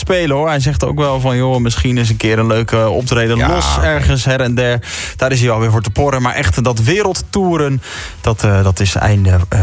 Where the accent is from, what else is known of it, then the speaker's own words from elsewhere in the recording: Netherlands; dat vinden we toch als Nederlanders mooi